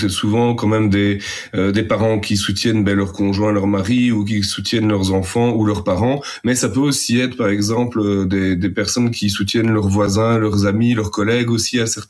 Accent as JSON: {"language": "French", "country": "Belgium", "said": "Chez nous, en Belgique"}